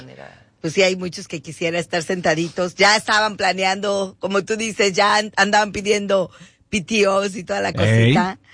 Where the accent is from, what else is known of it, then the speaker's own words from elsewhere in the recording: Mexico; No importa, yo también soy mexicana.